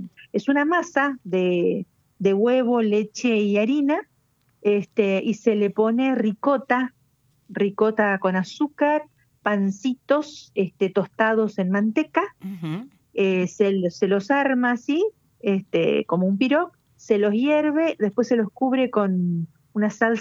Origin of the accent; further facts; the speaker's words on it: Valle María, Entre Ríos, Argentina; moved away as an adult; yo hace 31 años que vivo acá y yo, digamos, no cuando yo soy oriunda de Valle María. Yo cuando vivía en Valle María